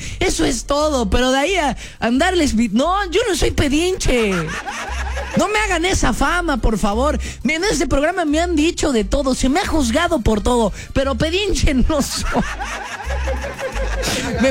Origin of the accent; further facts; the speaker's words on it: Córdoba, Veracruz, Mexico; also born or lived in Orizaba; Y corrección, no soy de Orizaba, soy de Cordobaches, de la hermosa ciudad de los 29 caballeros. Eran 30, pero como me vine a vivir para acá, nada más se quedaron 29 allá. Pero también viví en Orizaguas bastante tiempo.